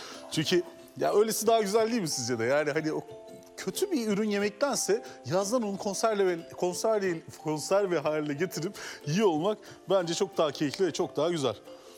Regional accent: Adana, Turkey; Biliyorsunuz ben Adanalıyım. Adana'da yapılan ev salçalarının hemen hemen hepsi çok tuzludur.

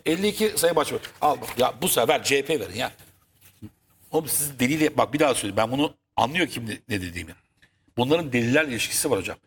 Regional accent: Istanbul, Turkey; Ben de İstanbulluyum.

